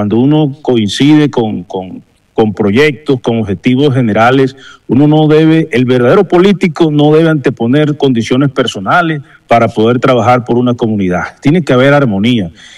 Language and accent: Spanish; Colombia; todos somos sanjuaneros, todos somos colombianos